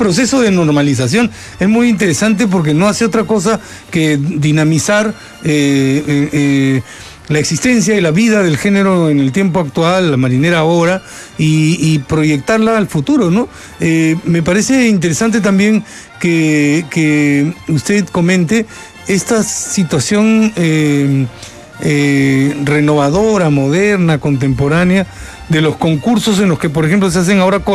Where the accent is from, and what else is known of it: Peru